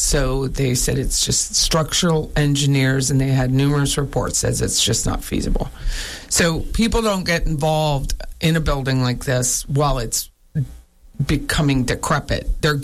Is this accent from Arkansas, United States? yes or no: no; Harrisburg, Pennsylvania, United States; I'm from Harrisburg, PA, and we have an old high school that I went to called Bishop McDevitt.